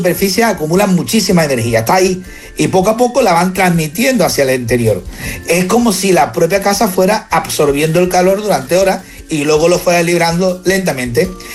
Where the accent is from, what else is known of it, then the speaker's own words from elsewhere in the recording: Seville, Andalusia, Spain; Yo que soy de Sevilla, yo no he vivido esa juventud y esa infan